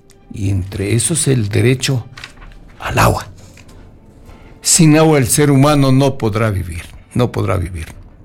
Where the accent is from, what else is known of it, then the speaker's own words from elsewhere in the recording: Riobamba, Chimborazo, Ecuador; now in Quito, Ecuador; Antes de que yo saliera de mi tierra natal, la provincia de Chimborazo, ciudad de Riobamba, y de allí una parroquia rural, San Juan, a la ciudad capital